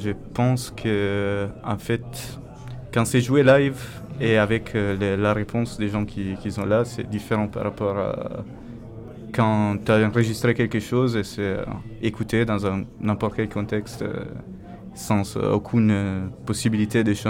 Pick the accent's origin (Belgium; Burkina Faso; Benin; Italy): Italy; Milan, Lombardy; moved away as an adult; now in Grenoble, France; Je suis à Grenoble depuis 4 ans, mais avant j'étais à Milan, où je suis grandi en fait.